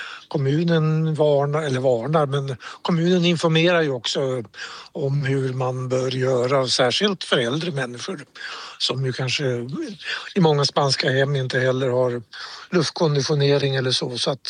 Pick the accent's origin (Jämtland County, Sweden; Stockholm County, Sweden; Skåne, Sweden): Jämtland County, Sweden; hemma i Jämtland blir det lite svalare